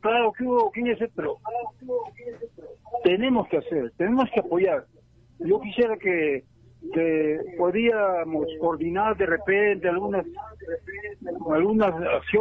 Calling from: Juliaca, Puno, Peru; Acá de la ciudad de Juliaca

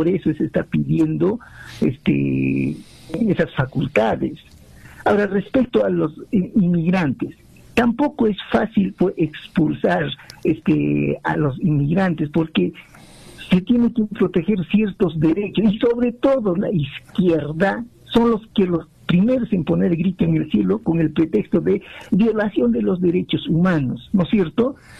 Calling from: Juliaca, Puno, Peru; de Juliaca

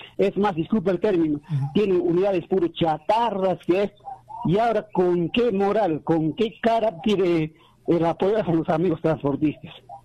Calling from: Juliaca, Puno, Peru; de Juliaca.

